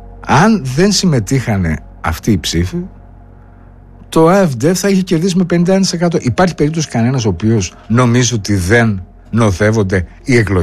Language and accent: Greek; Greece